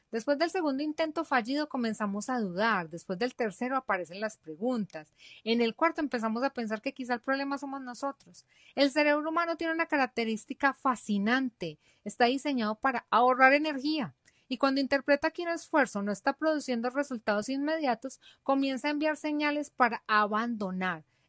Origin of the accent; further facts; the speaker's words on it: Colombia; yo sé que soy colombiana